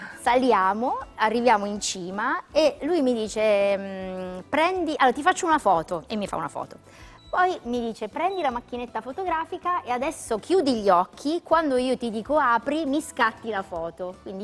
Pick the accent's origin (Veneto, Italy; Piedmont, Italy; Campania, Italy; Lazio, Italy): Piedmont, Italy; Mondovì; dalle mie parti, in Piemonte.